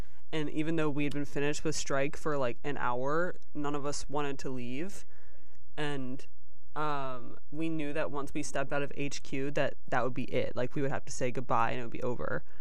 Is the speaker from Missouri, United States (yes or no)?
yes; St. Louis, Missouri, United States; born or raised there; moved away